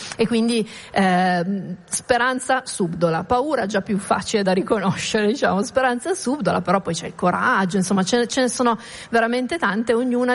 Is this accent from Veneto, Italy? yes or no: no; Turin, Piedmont, Italy; Tra l'altro io sono di Torino e Stamina nasce a Torino da Vannoni.